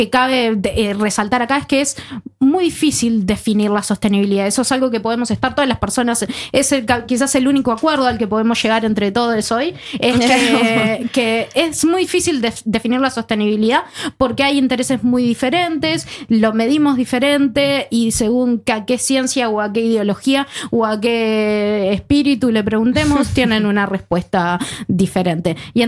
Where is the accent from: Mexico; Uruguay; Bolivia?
Uruguay; Aunque yo como uruguaya